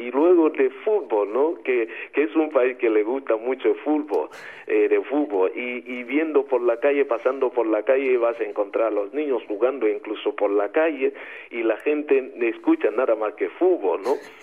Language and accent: Spanish; Nigeria; first language Igbo; Spanish is a second language; moved away; siendo un nigeriano